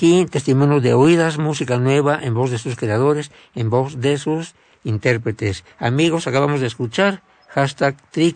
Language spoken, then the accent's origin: Spanish; Mexico City, Mexico; born there; no soy de Jalisco, aunque muchos creen que soy veracruzano, yo mismo lo creo con frecuencia, pero soy de la Ciudad de México, nací en la Ciudad de México.